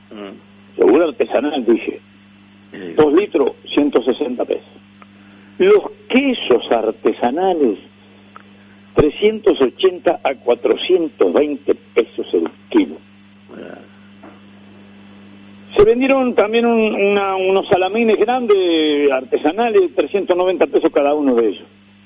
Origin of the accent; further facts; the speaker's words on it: Uruguay; Yo soy el único uruguayo que es capaz de decir no sé una vuelta que no sabe.